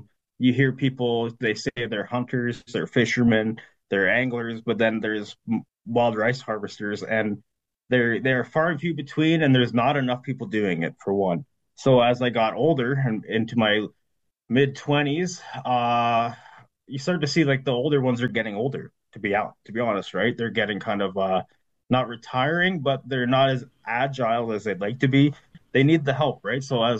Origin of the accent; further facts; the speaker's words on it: Alderville, Ontario, Canada; growing up in Alderville, my aunts and my uncles and my extended family, they were always harvesting wild rice, right?